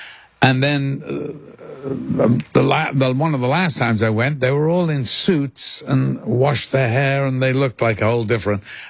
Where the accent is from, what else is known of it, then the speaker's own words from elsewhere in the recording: Liverpool, North West England, United Kingdom; I'm from Liverpool.